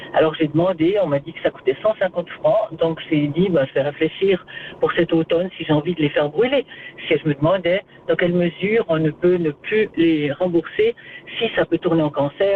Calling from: Switzerland; j'habite à Troisnettes.

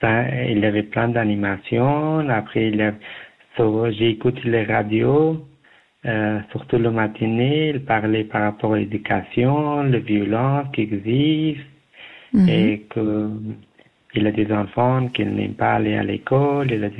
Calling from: Morges, Vaud, Switzerland; Non, vers Morges. J'habite à Morges.

